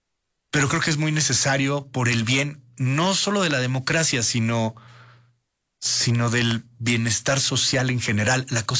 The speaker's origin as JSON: {"language": "Spanish", "country": "Mexico", "said": "A mí orgullosamente me gusta decir que soy mexicano."}